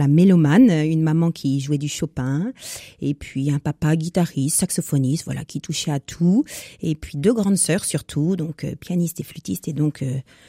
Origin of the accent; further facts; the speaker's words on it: Île-de-France, France; born there; moved away as an adult; now in Brittany, France; Non, je suis née en région parisienne. Mais mes parents sont angevins, donc je reviens un petit peu aux sources.